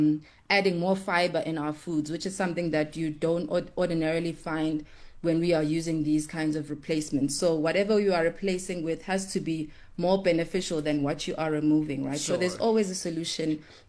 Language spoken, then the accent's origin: English; Durban, KwaZulu-Natal, South Africa; growing up in Durban